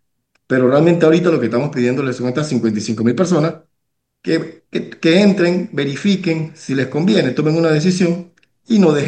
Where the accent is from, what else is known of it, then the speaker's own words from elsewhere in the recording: Panama; los panameños somos panameños